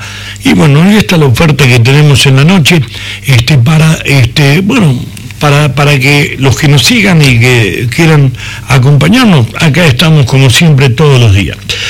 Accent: Argentina; somos provincia, todos somos provincia argentina.

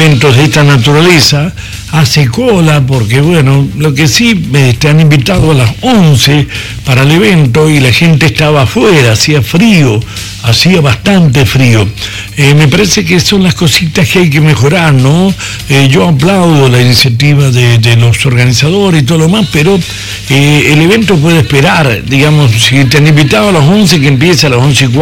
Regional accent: Argentina

